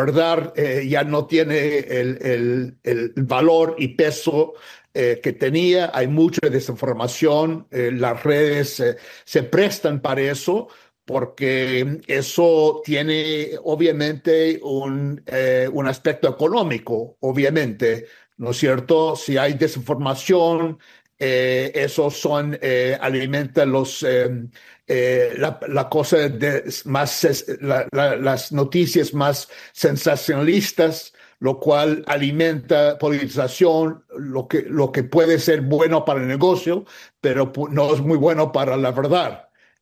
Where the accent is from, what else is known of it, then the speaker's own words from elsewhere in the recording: United States; cuando yo crecí en Estados Unidos